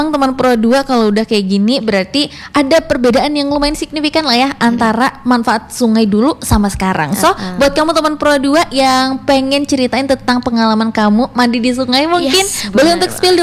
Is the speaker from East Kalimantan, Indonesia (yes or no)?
yes; West Kutai, East Kalimantan, Indonesia; now in Samarinda, Indonesia; aku aslinya bukan orang Samarinda sebenarnya. Jadi sampai tahun sekitar 2014 itu tuh aku tinggalnya di Kubar teman Pro 2. Nah di situ ada sungai juga di tempatnya aku.